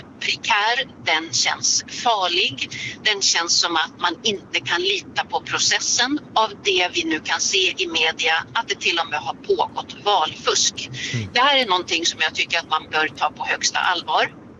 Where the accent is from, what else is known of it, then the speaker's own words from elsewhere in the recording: Norrland, Sweden; Centerpartiet, jag är uppvuxen uppe i Norrland.